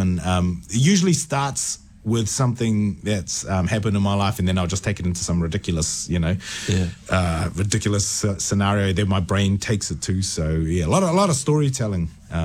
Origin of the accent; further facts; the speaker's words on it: Tokoroa, Waikato, New Zealand; Yeah, so I was born and raised in Tokoroa, South Waikato, and my dad is from the village of Lotufanga in Samoa.